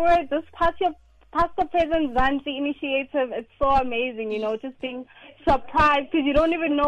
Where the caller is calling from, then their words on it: Benoni, Gauteng, South Africa; I am calling from Benoni, Eastern Side.